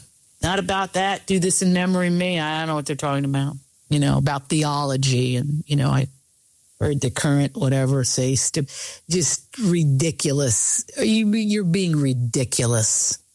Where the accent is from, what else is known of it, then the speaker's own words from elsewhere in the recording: Appalachia, United States; I'm from Appalachia. Some of my best friends there have different politics from me.